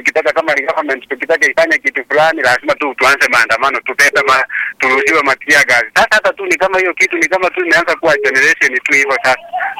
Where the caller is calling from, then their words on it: Kisii County, Kenya; Lakini kwetu ni Kisii County